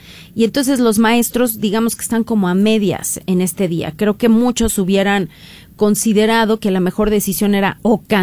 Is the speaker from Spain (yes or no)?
no; Mexico